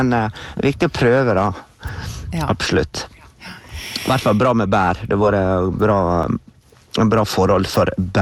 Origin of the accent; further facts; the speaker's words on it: Brandal, Møre og Romsdal, Norway; moved away; jeg vokste opp I Brandal, der jeg telte en gang at det 13 sekunder å gå til sjøen. Det var over veien ned I fjøra, så var jeg ved sjøen.